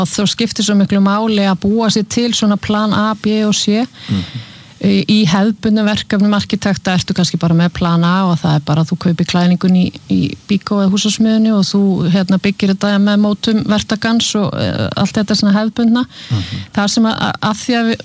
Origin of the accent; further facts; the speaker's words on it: Húsavík, Northeastern Region, Iceland; Ég er frá Húsavík Fóreldra mín er frá Akureyri og Húsavík